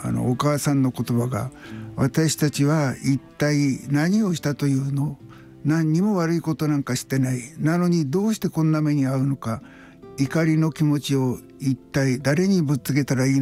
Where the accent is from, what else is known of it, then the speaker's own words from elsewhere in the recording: Yamagata, Japan; 僕はあの小さい時に山形県で育ったんですが、シベリアからね僕の町に3人帰ってきたんですよね。